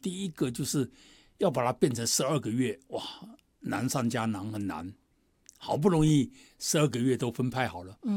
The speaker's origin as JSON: {"language": "Chinese", "country": "China", "said": "我觉得就是我们中国人讲团结的故事嘛"}